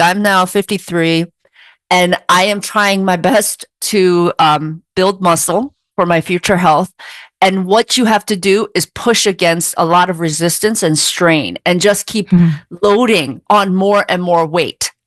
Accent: Philadelphia, Pennsylvania, United States; I was a latchkey kid since I was 8 years old. Like, I grew up in Philly

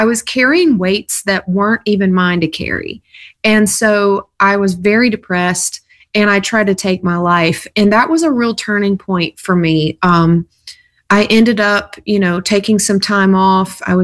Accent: South Carolina, United States; Well, I grew up in South Carolina on a lot of acreage in a trailer out in the middle of nowhere.

